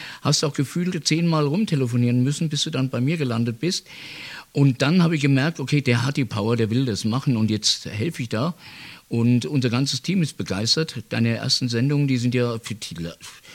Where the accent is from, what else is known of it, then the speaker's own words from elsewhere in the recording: Bavaria, Germany; ich komme aus der Nähe von Bayreuth